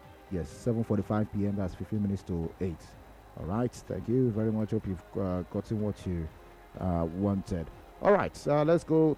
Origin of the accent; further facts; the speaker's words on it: Canada; Well, I'm from Canada.